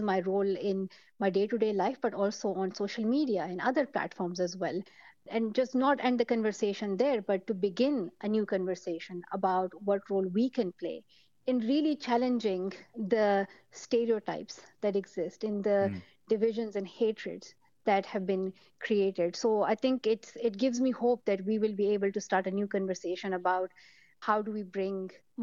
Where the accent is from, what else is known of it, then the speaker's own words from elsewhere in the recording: Pakistan; The gunman who shot me were told that I was not belonging to Islam or to their culture, that I was somebody alien to them.